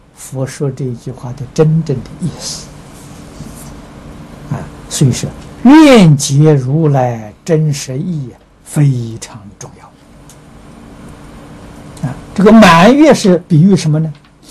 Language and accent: Chinese; China